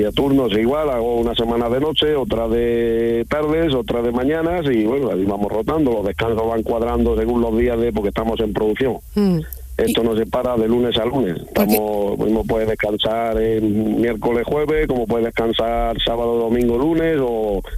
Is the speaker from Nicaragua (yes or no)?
no; Junquera, Andalusia, Spain; now in Valencia de Don Juan, Spain; Yo soy de un pueblo de Málaga, de Junquera.